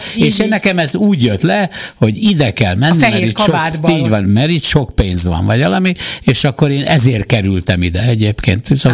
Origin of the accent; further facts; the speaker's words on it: Paks, Tolna, Hungary; born there; amikor fiatal voltam, akkor Pakson a birkacsárda előtt